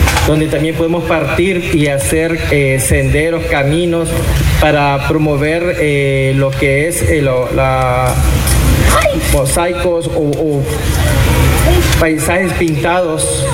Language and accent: Spanish; Tegucigalpa, Francisco Morazán, Honduras; now in Juticalpa, Honduras; Yo no soy juticalpense, soy capitalino. Sin embargo, tengo ya 10 años de vivir acá y soy un ciudadano agradecido